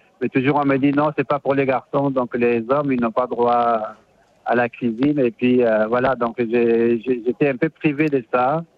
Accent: Algeria; moved away as an adult; now in Montpellier, France; Et puis, quand j'ai quitté l'Algérie, je suis venu en France et je me suis retrouvé à Montpellier.

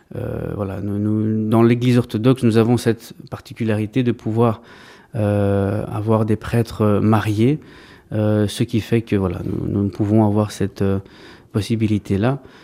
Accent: Brussels, Brussels-Capital Region, Belgium; also born or lived in Greece; Et donc, voilà, je suis né en Grèce moi-même, mais j'ai grandi ici en Belgique, à Bruxelles plus précisément.

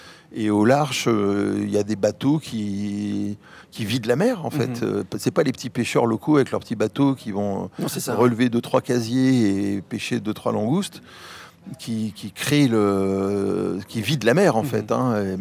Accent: Martinique, France; moi, j'ai grandi à la Martinique et j'y retourne régulièrement

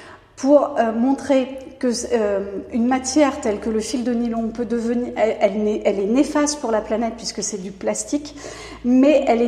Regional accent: Bayeux, Normandy, France; Mais presque, puisque j'ai grandi à Bayeux.

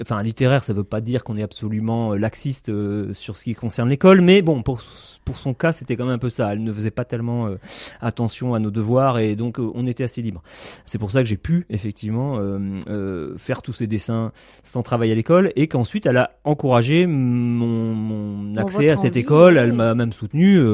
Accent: Châteaudun, Centre-Val de Loire, France; born there; now in Haute-Loire, France; je suis né en Eure-et-Loir, donc entre Orléans et Chartres, Châteaudun, une petite ville. Et j'étais dans une famille assez modeste, mais assez littéraire

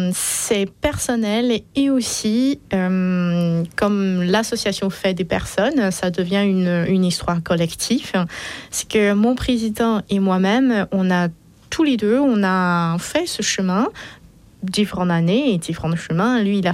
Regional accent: China; nous sommes tous des Chinois, chrétiens, et que on a ce feu d'évangélisation

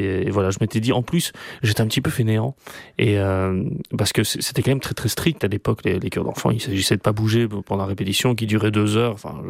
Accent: Brussels, Belgium; Moi, je suis bruxellois

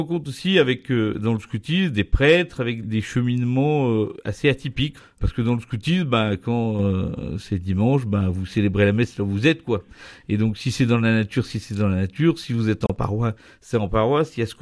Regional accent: Bourgogne-Franche-Comté, France; now in Montréal-la-Cluse, France; Je suis originaire de Yonne.

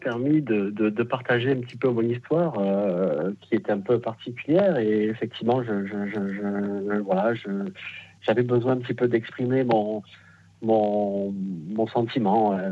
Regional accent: Marseille, Provence-Alpes-Côte d'Azur, France; Alors, je suis de Marseille.

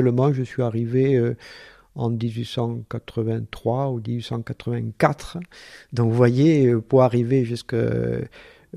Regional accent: Albi, Occitanie, France; born there; moi je suis issu de l'école Sainte-Marie d'Albi, donc j'ai fait toutes mes études secondaires

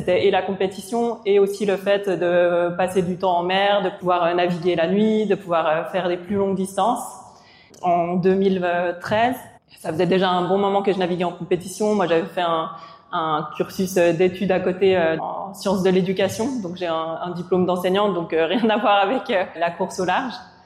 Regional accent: Geneva, Switzerland; je vais avoir 40 ans cette année. J'ai grandi en Suisse, à côté de Genève, donc au bord du lac Léman.

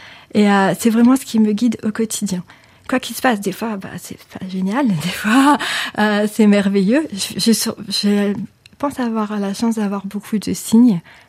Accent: Hauts-de-France, France; moved away as an adult; now in Corsica, France; Déjà, je suis originaire du Nord. Je me suis mariée en Corse, ça fait plus de 30 ans que je suis là. Et dans ma famille, on avait une forte tradition catholique

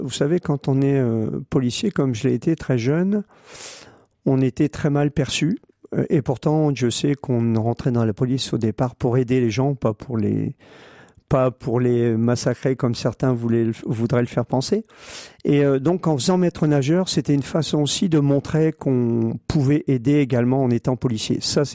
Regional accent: Calais, Hauts-de-France, France; j'ai 65 ans, je suis né à Calais en 1960, et à Calais, on vit avec la mer, on vit avec le détroit du Pas-de-Calais

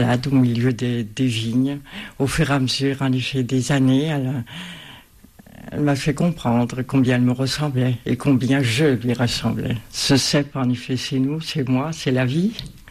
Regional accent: Dijon, Bourgogne-Franche-Comté, France; je suis de France, je suis de Dijon.

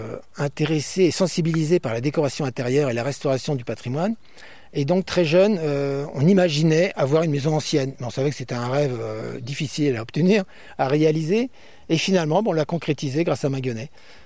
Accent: Paris, Île-de-France, France; born there; moi je suis né à Paris, parce que mon père travaille à Paris aux arts décoratifs, etc. Et donc on venait en vacances ici

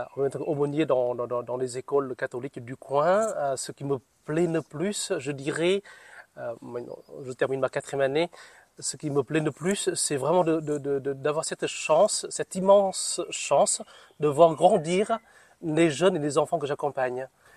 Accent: Northern Vietnam, Vietnam; now in France

